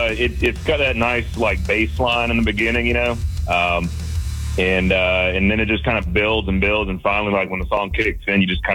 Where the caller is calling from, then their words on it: Augusta, United States; over in Augusta.